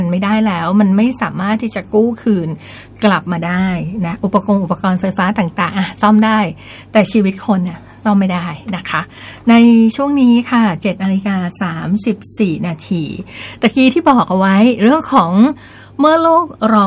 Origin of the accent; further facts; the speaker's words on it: Southern Thailand, Thailand; คือดิฉันเป็นคนใต้ไงคะ